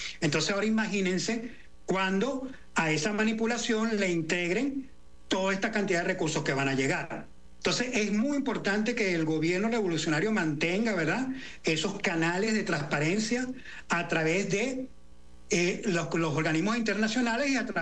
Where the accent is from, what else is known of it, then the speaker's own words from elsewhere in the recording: La Guaira, Venezuela; todas las familias que conozco, porque soy de La Guaira